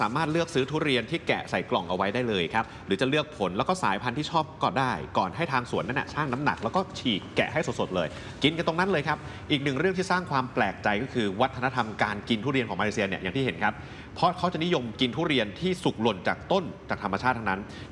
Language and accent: Thai; Phitsanulok, Thailand; born there; also born or lived in Chumphon; ผมเนี่ยเกิดพิษณุโลกแต่พื้นเพเนี่ยคุณตาคุณยายคุณแม่เนี่ยเป็นคนชุมพรเดี๋ยวจะงงไงแต่ว่าเกิดพิษโลก